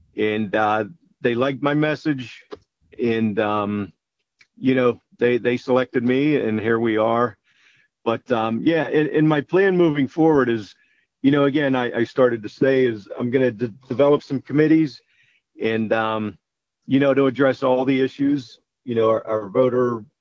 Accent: Pittsburgh, Pennsylvania, United States; I'm born and raised in Pittsburgh, Northside, and still there, obviously.

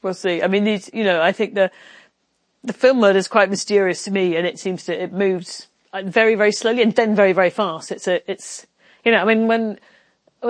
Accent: Northern Ireland, United Kingdom; born there; also born or lived in Wales; Well, I was born in County Derry, and then I moved to Wales, and then I moved to Ireland, and yeah, it's very complicated.

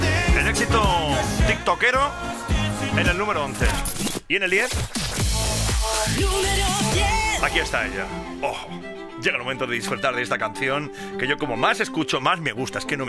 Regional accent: Cornellà de Llobregat, Catalonia, Spain; Él estuvo en Cornellá, conmigo, en mi tierra, en mi pueblo, en mi ciudad

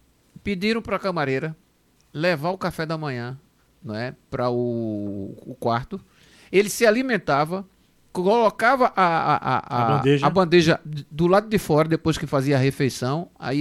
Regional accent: Northeast Region, Brazil; eu sou do Nordeste, terra do frevo, do maracatu, do futebol, animal.

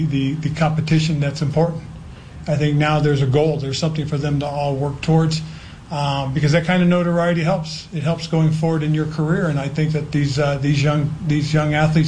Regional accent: Marina, California, United States; moved away; also born or lived in Fort Ord, California; my hometown

